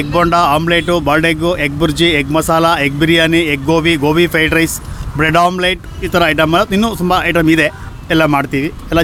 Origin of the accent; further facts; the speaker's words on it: Sagara, Karnataka, India; now in Shivamogga, India; ನಾವು ಮೂಲತಃ ಸಾಗರ, ಸಾಗರದಿಂದ ಮುಂದೆ ಹಳ್ಳಿ ಹುಣಸೂರು ಅಂತೇಳಿ ನಮ್ಮೂರು. ನಾವು ಶಿವಮೊಗ್ಗ ಬಂದು 87 ಶಿವಮೊಗ್ಗ ರೀಚ್ ಆಗಿದ್ದು. ನಾವು 95 ಇಲ್ಲಿ ಅಂಗಡಿ ಓಪನ್ ಮಾಡಿದ್ದು